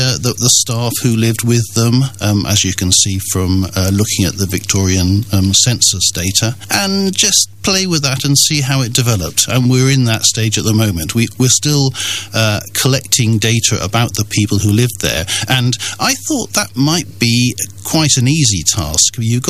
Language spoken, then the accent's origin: English; Cheltenham, South West England, United Kingdom; born there; moved away